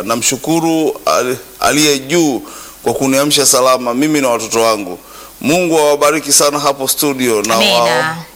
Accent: Ifakara, Morogoro, Tanzania; natokea Morogoro Ifakara, karibu sana na shule ya msingi Kapolo.

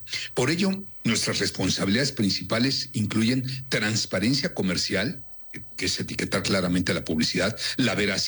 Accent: Mexico

